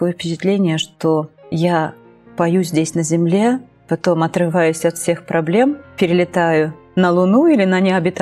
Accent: Baku, Azerbaijan; also born or lived in Ordzhonikidze, Russia / Tambov / Voronezh / Volgograd; я только родилась в городе Орджоникидзе. Потом переехала, мама жила уже на то время в Баку. Долгое время прожила в Баку.

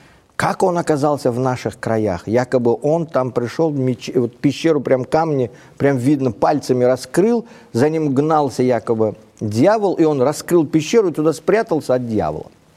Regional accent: Uzbekistan; born or raised there; Russian is a second language

